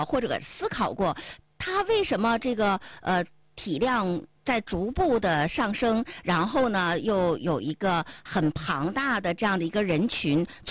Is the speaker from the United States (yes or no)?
no; Northeast China, China; 咱们东北人口味重不说啊，还特别的愿意吃咸菜